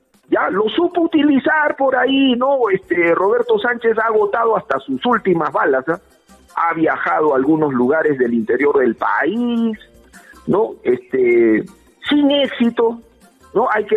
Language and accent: Spanish; Peru; Y nuestra idiosincrasia, así somos los peruanos, ¿no?